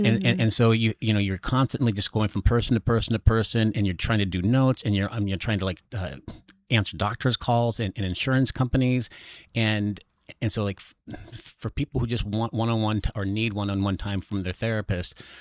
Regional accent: Northwest, United States; now in Amherst, United States; I'm from the Northwest. You know, I've been living in Amherst for the last, you know, like 15 years or so, working in Londonderry, Manchester.

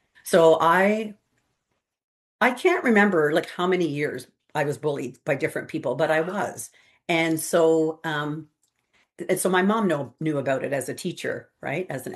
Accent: Canada; born there; we had a few Indigenous teachers, and then we had a lot of non-Indigenous teachers who didn't live on our res, but who came to our res.

